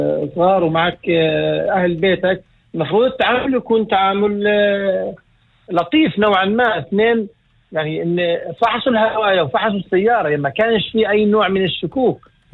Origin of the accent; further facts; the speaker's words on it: Palestine; احنا كفلسطينيين داخل اللي بنعبر الحواجز بشكل يومي بتعرض لإدلال بشكل كبير جدا.